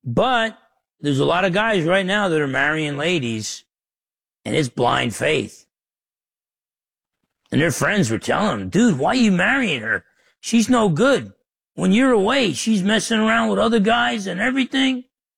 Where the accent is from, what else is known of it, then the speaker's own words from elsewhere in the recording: New Jersey, United States; found out I was Italian from New Jersey